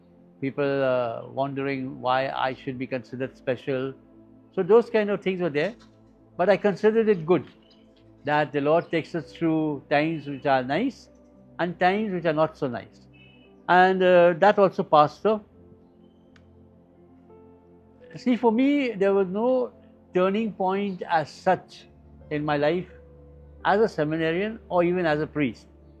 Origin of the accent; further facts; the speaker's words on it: Kolkata, West Bengal, India; And since I was a vocation from Calcutta, so he treasured it a lot.